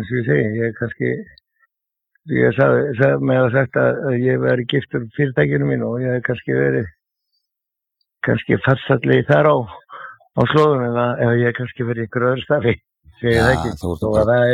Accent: Reykjavík, Capital Region, Iceland; ég er fæddur og uppalinn í Klefsholtinu

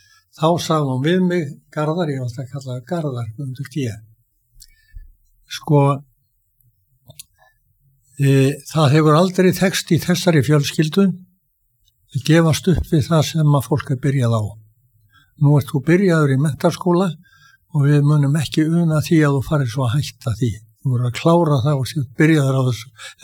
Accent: Reykjavík, Capital Region, Iceland; ég er uppalinn sko í Brekkakörfinni í Skólavörðaholti og var bjóð þar fram undir fermingaraldur.

